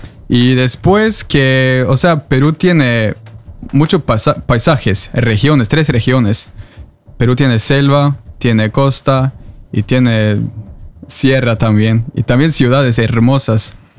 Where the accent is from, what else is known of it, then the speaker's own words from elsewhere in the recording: Trondheim, Trøndelag, Norway; Spanish is a second language; soy de Trondheim. Yo soy noruego que hago contenido sobre Perú.